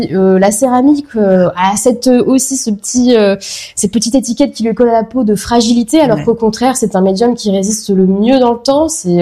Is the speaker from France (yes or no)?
yes; Coulommiers, Île-de-France, France; Donc, je reviens dans ma région natale, à Coulommiers.